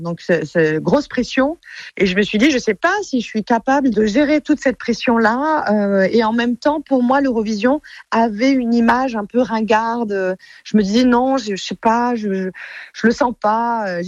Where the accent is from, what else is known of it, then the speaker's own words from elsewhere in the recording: Angoulême, Nouvelle-Aquitaine, France; En fait, moi, je suis née à Angoulême. Et ensuite, on a habité jusqu'à l'âge de 7 ans. J'ai habité en face de la gare d'Angoulême.